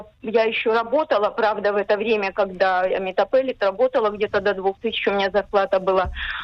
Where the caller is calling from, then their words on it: Haifa, Haifa District, Israel; из Хайфы. Мне сейчас 69 лет.